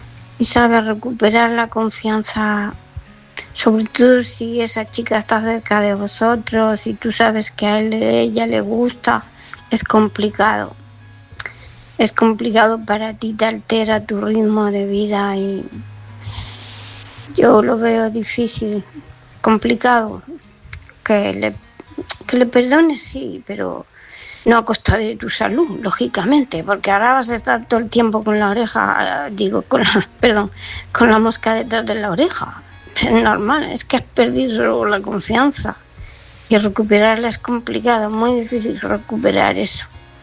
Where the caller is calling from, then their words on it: Murcia, Region of Murcia, Spain; de Murcia.